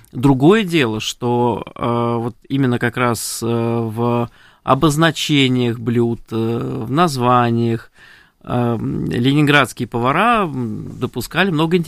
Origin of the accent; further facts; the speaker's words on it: Moscow, Russia; Ну, про Питер, честно говоря, просто не помню, все-таки я москвич